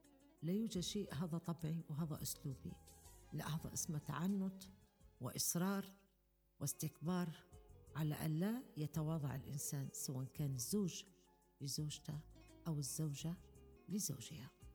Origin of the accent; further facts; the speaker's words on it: Libya; يمكن أن نحن كمجتمع ليبي